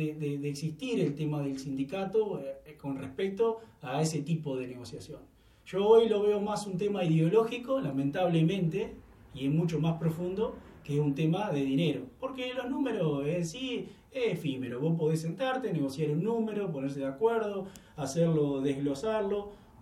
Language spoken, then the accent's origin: Spanish; Argentina